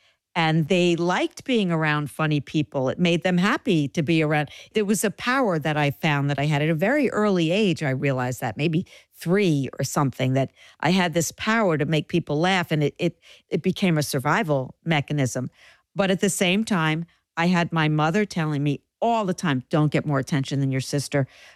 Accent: Mount Vernon, New York, United States; I grew up in Mount Vernon, New York

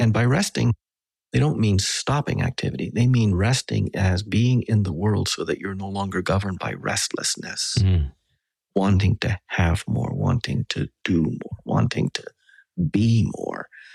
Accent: Western Canada, Canada; because I grew up with him in Western Canada.

